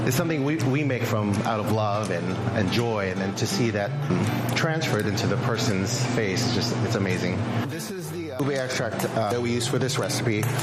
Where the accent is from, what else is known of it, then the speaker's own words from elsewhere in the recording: Philippines; I'm Filipino. I know about ube.